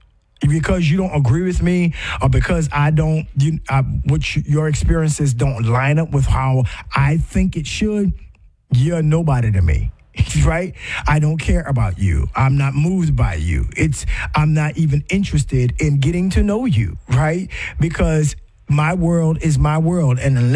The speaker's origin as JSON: {"language": "English", "country": "United States", "accent": "Gullah Geechee", "said": "my Gullah Geechee twang."}